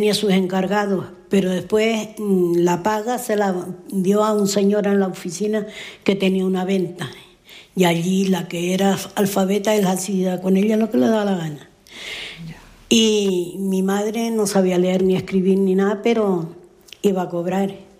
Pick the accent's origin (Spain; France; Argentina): Spain; El Roque, Canary Islands; nosotras después ya bajamos del Roque a Cabo Blanco. Es decir, mi pueblo está más alto y Cabo Blanco como más a la costa.